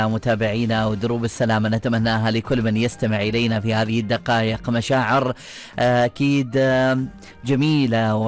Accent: Oman

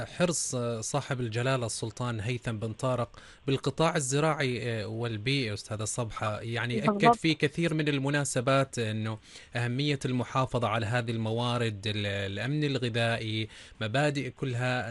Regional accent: Oman; مرتبط بحياتنا اليومية كعمانيين.

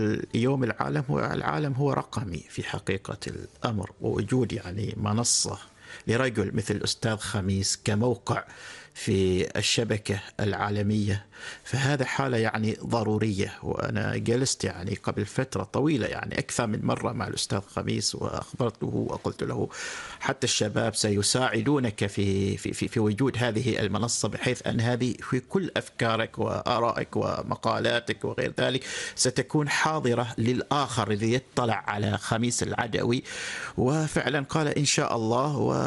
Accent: Oman; فيما يتعلق بالتفكير الديني عندنا في عمان.

